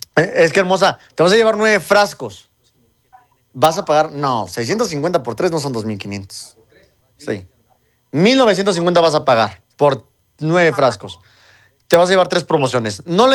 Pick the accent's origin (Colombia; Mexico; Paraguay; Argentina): Mexico; Así somos los mexicanos.